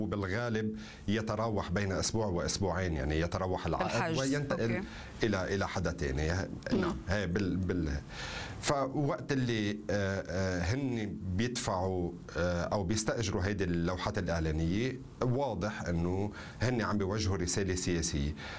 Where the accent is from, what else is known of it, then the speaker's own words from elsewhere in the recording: Lebanon; أنا كلبناني